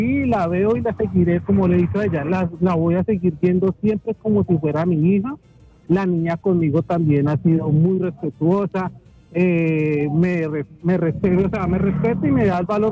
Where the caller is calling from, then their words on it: Ibagué, Tolima, Colombia; te habla aquí de Ibagué, Tolima.